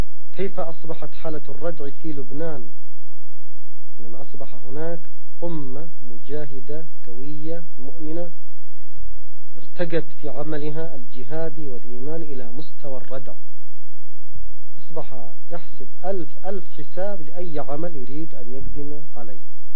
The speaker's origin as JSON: {"language": "Arabic", "country": "Yemen"}